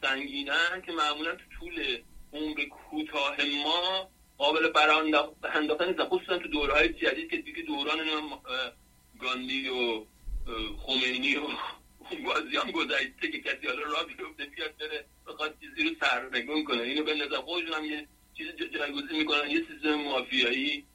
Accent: Iran; moved away; ما فرض بکن 15 سال پیش از ایران اومدیم بیرون

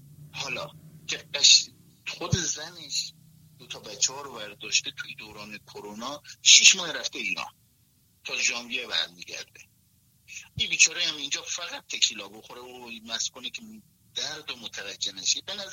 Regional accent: Iran; now in United States; شهر خودم در ایران پاپیچه من شدن، بیا زن بگی، بیا زن واسهت پیدا کنیم، ولی دیگه میبینن که یه پام این کشور یه پام اون کشور

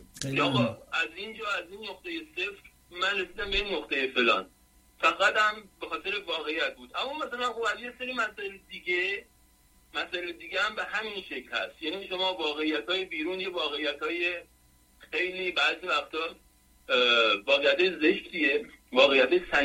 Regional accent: Iran; moved away; ما فرض بکن 15 سال پیش از ایران اومدیم بیرون

